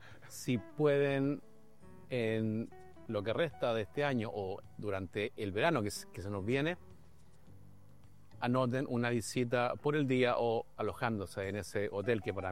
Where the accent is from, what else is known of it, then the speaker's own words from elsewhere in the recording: Chile; Yo creo que hoy día es casi un deber como chileno de visitarla.